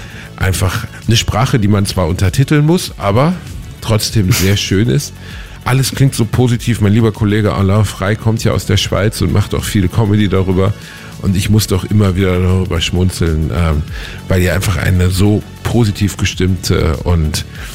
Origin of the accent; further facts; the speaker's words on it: Gelsenkirchen, North Rhine-Westphalia, Germany; Ich komme aus Gelsenkirchen.